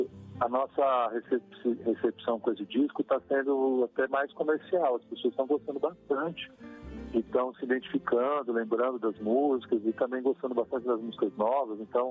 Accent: São Paulo, Brazil; moved away as an adult; now in Franca, Brazil; eu sou de São Paulo. Moro em Franca já há 15 anos, estou me considerando francano.

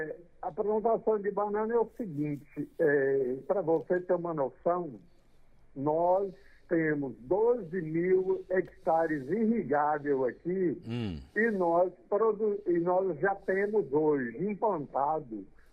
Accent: São Gotardo, Minas Gerais, Brazil; moved away as an adult; now in Bahia, Brazil; você já disse, eu sou mineiro da cidade de São Gotardo, lá no estado de Minas, e vim parar na Bahia dia 5 de agosto de 2005, portanto, dia 5 de agosto agora completa 21 anos.

